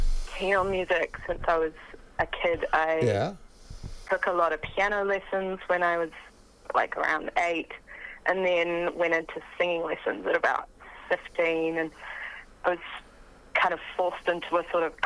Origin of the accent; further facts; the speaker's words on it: Auckland, New Zealand; I'm from Auckland, New Zealand, born and bred.